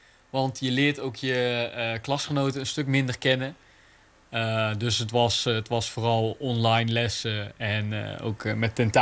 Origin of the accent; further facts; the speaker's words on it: Tilburg, North Brabant, Netherlands; 25, geboren en getogen in Tilburg, dus net om de hoek.